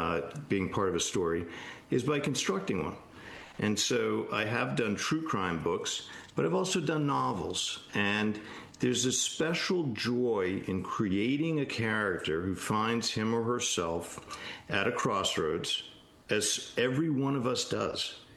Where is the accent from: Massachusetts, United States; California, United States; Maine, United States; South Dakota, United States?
Massachusetts, United States; Newburyport; Happens to be my hometown, Newburyport, Mass.